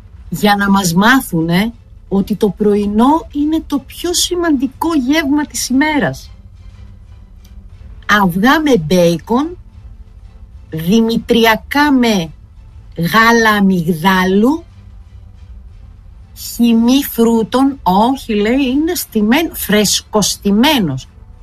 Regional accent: Greece; καταντήσαμε εδώ που καταντήσαμε και σαν Έλληνες

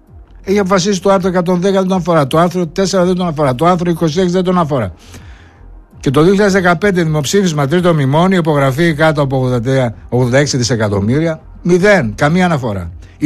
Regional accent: Greece

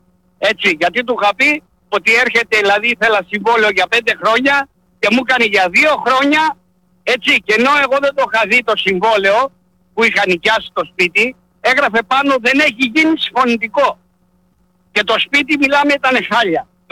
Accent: Keratsini, Attica, Greece; now in Thessaloniki, Greece; Εντάξει, εγώ είμαι από το Κερατσίνι. Είχα δώσει. Είχα μια εταιρεία security, την έκλεισα, τελείωσε, έτσι. Και ανέβηκα πάνω στη Θεσσαλονίκη.

